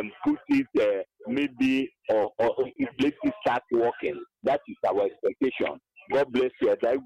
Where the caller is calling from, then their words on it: Enugu, Enugu State, Nigeria; I'm calling from Enugu.